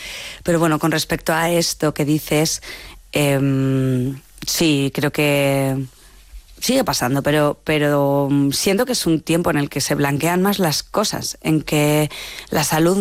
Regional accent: Spain; Esto viene también como de mi pueblo. Mi pueblo estaba entre medio de Zaragoza y Madrid y entonces había mucho tráfico los domingos de la gente

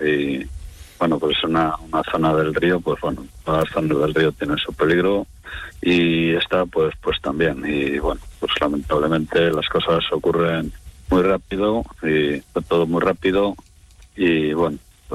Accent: Venta de Baños, Castile and León, Spain; Yo, mira, soy nacido aquí en Venta de Baños, reconozco todo eso

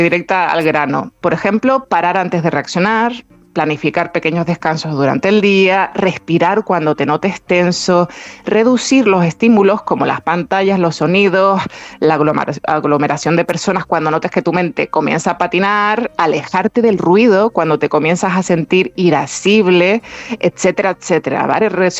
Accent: Canary Islands, Spain; accent: Canarian; que yo soy con mi canario me sale pozo

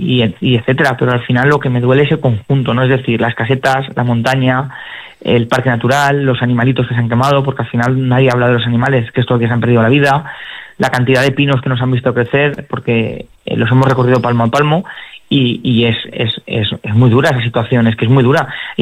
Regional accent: Gátova, Valencian Community, Spain; yo amo Gatova por encima de todas las cosas, sea o no sea alcalde, la amaba antes, la amo ahora y la amaré en el futuro. Al final es mi pueblo donde mi familia ha crecido, donde mi familia pues se ha hecho y igual que la de mis vecinos.

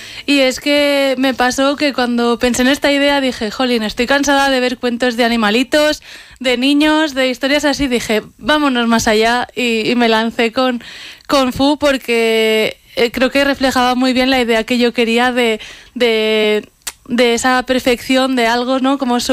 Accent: Catalonia, Spain; now in Escucha, Spain; Soy de un pueblecito de Gerona, de la costa. Pero bueno, ya llevo unos añitos aquí y estoy encantada con Teruel y con toda la zona.

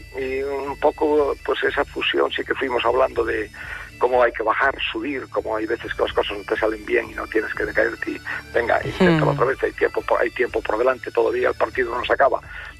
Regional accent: Galicia, Spain; la buena gente que somos los gallegos

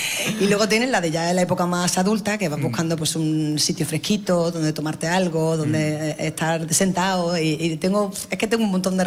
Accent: Almería, Andalusia, Spain; yo soy almeriense antes de ser alcaldesa, almeriense

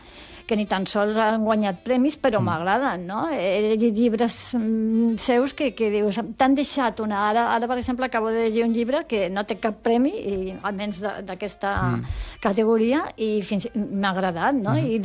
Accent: Barcelona, Catalonia, Spain; perquè sóc de Barcelona

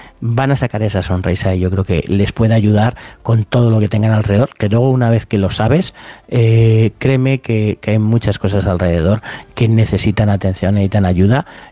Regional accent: Spain

